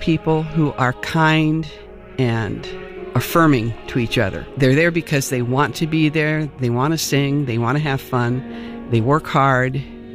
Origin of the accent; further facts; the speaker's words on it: Columbus, Ohio, United States; I'm a native Ohioan. I was born in Columbus, but I went to school at the University of Michigan.